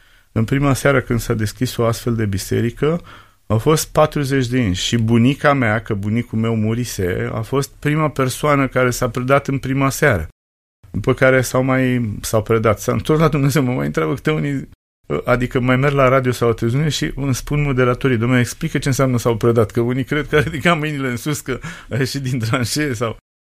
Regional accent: Drăgăneasa, Prahova, Romania; Și prima biserică din satul Drăgăneasa, din județul Prahova, singurul sat dintre Băicoi și Brașov, care are o biserică evanghelică

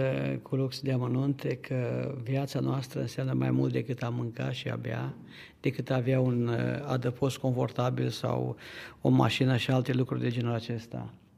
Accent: Romania; moved away; noi ca români, cum spuneam, pentru că suntem la distanță de țara noastră dragă, de părinții noștri, de familiile pe care le-am lăsat acolo

